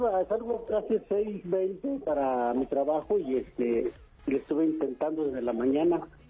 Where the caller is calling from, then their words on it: Naucalpan, State of Mexico, Mexico; Desde allí por Naucalpan.